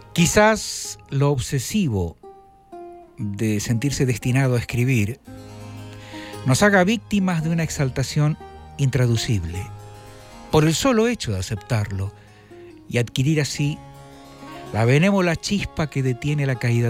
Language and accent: Spanish; Argentina; Encima que soy argentino, se me suma y yo...